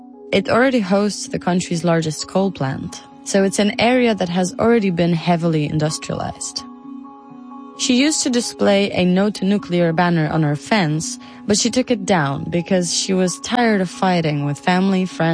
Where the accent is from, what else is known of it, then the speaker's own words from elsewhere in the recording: Poland; moved away; a decade, and I don't live in Poland anymore. But being immersed in this beauty makes me appreciate my home country even more.